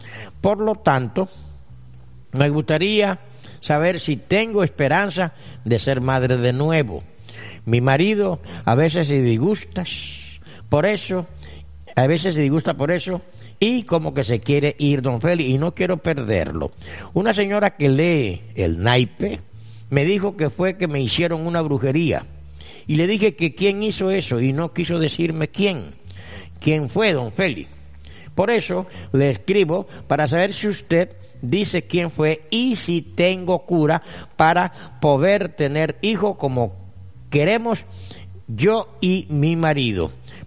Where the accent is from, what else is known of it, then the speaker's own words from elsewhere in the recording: Guapi, Cauca, Colombia; y me volví para la costa, o sea, para Guapi, de donde soy, y volví y me enfermé.